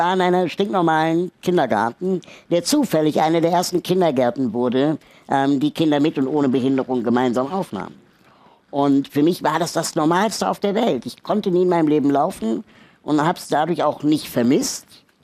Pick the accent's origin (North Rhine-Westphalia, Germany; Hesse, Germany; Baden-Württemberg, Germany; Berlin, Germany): Berlin, Germany; also born or lived in Peru; Und dann sind sie nach Deutschland gezogen und das Einzige, was aufgrund ihrer politischen Gesinnung in Frage kam, war West-Berlin. Und meine Eltern waren, wie gesagt, relativ jung und steckten mich dann sehr schnell in den Kindergarten.